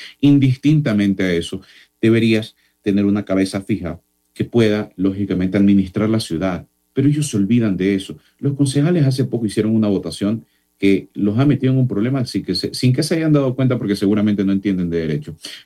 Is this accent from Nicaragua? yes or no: no; Guayaquil, Guayas, Ecuador; yo soy de Guayaquil